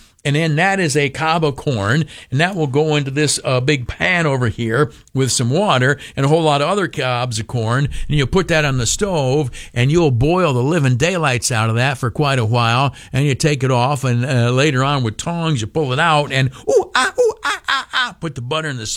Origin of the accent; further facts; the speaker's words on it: United States; I'm an American. I'm a veteran of the Army.